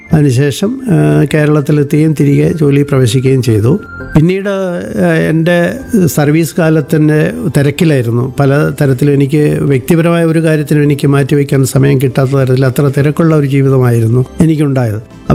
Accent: Kunnathur, Kerala, India; also born or lived in Kanpur; ഞാൻ ജനിച്ചത് കൊല്ലം ജില്ലയിലെ കുന്നത്തൂർ താലൂക്കിലെ കുന്നത്തൂർ എന്ന് പറയുന്ന ഗ്രാമത്തിലാണ്. ഞാൻ നേരത്തെ സൂചിപ്പിച്ചു, കൃഷിവലന്മാരുടെയും സാമൂഹികവും സാമ്പത്തികവുമായി വളരെ പിന്നോക്കം നിൽക്കുന്ന ഒരു സമൂഹത്തിൻ്റെ മധ്യത്തിലാണ് എൻ്റെ പിറവി.

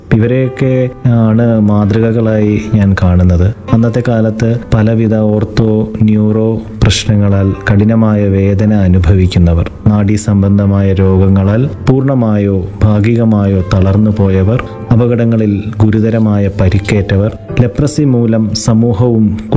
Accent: Kambissery, Kerala, India; born there; ഞങ്ങളുടെ വീടിനോട് ചേർന്ന് തന്നെ നേരത്തെ ഒരു ആശുപത്രി, കാമ്പിശ്ശേരിയിൽ മെഡിക്കൽ മിഷൻ ആശുപത്രി

